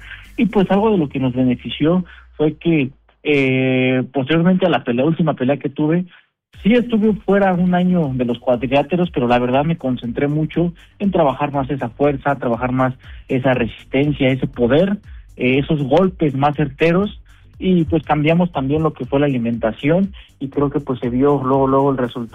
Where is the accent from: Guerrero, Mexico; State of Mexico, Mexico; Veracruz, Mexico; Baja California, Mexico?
State of Mexico, Mexico; San Mateo Atenco; somos de San Mateo Atenco, la tierra del calzado